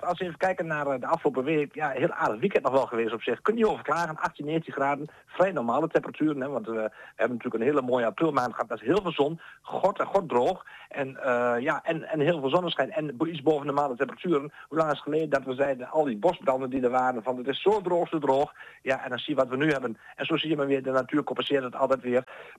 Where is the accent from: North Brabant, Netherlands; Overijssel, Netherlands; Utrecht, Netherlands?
Overijssel, Netherlands; moved away; Ik kom van oorsprong uit Twente